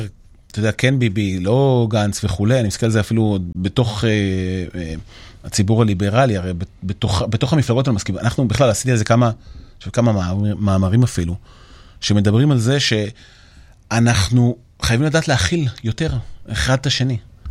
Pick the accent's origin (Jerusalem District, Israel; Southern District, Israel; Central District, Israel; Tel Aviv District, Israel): Central District, Israel; Yavne; אני גדלתי ביבנה. הגענו לשם לאינטגרציה